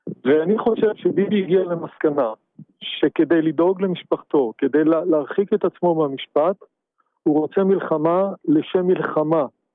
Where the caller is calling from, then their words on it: Holon, Tel Aviv District, Israel; אני גר בחולון